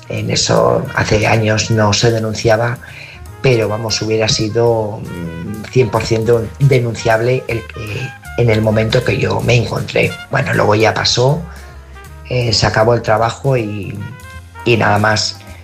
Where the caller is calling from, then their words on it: Burgos, Castile and León, Spain; Buenas noches … corresponsal de Burgos.